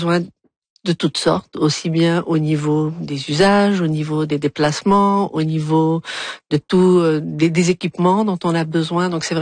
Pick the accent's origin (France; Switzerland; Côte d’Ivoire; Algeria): Algeria; Algiers, Algiers Province; Alors, je dois préciser que je suis natif d'Alger.